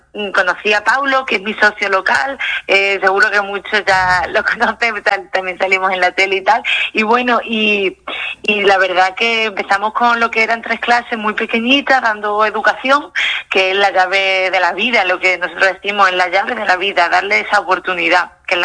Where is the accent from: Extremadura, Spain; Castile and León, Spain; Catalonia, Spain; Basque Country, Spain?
Extremadura, Spain; Villafranca de los Barros; moved away as an adult; now in Tanzania; ahora mismo estoy aquí en Extremadura, sí, en Villafranca. Yo soy de Villafranca de los Barros, pero bueno, tengo que decir que paso mucha parte de mi vida en Tanzania.